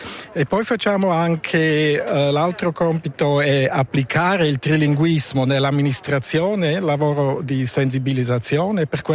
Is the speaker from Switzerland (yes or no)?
yes; Graubünden, Switzerland; first language rm; Italian is a second language; Dunque la mia lingua madre è il romancio, poi a scuola ho imparato il tedesco, il francese e ho anche fatto un soggiorno linguistico e ho imparato un po' l'italiano.